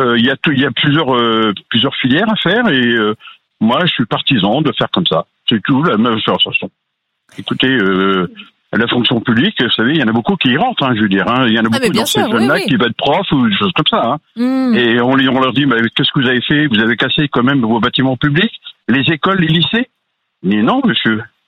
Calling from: Pays de la Loire, France; De Mareuil-sur-Loire, près de la Flèche, dans le 72

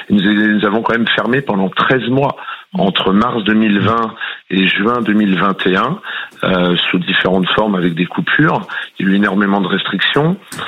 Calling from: Cholet, Pays de la Loire, France; Je vous appelle de Cholet, dans le Maine-et-Loire.

